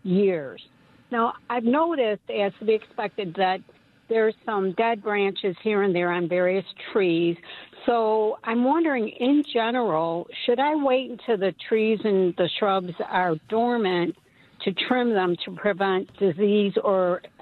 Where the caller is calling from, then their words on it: Glenwood City, Wisconsin, United States; I live in western Wisconsin on a 50-acre farm with a wonderful variety of trees and shrubs that I have been caring for the past 27 years.